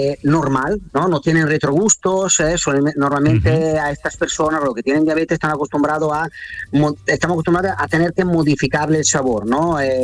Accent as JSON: {"language": "Spanish", "country": "Italy", "lives_now": "Cádiz, Spain"}